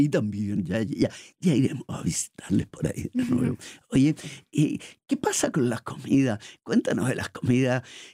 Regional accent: Chile; moved away; Porque en mi país de origen, en Chile, ni idea de arepa las conocemos ahora

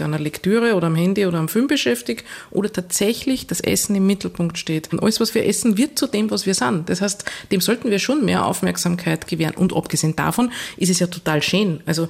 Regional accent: Upper Austria, Austria; Also ich komme aus dem Traunviertel, also sehr nahe am Mostviertel, genau.

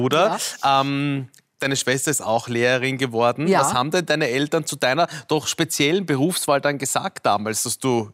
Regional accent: Vienna, Austria; also finde ich als Wiener.

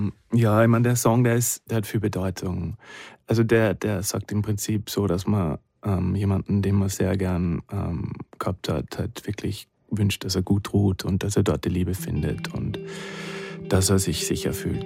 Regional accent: Kuchl, Salzburg, Austria; Also Kuchl ist der Ort, wo ich aufgewachsen bin und ja, ich bin da hin und wieder nur dort und träume davon, vielleicht da in Kuchl ein Konzert zu spielen. Und es ist mein Herkunftsort

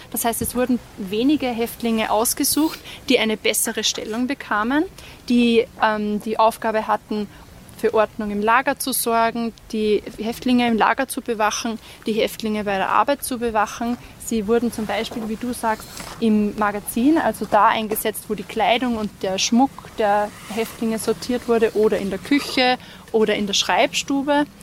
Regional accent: Mauthausen, Upper Austria, Austria; Ich bin in Mauthausen geboren und aufgewachsen. Ich bin dort zur Schule gegangen

